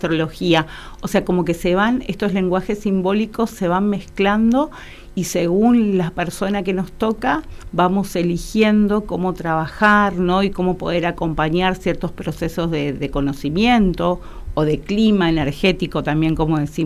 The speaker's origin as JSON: {"language": "Spanish", "town": "Ituzaingó", "region": "Corrientes", "country": "Argentina", "tie": "born or raised there", "said": "me crié en un lugar, en Ituzaingó, en Corrientes, donde había mucho intercambio de gente"}